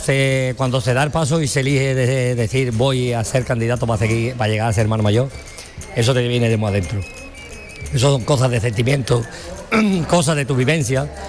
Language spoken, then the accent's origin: Spanish; Almonte, Andalusia, Spain; Es mi pueblo, es mi familia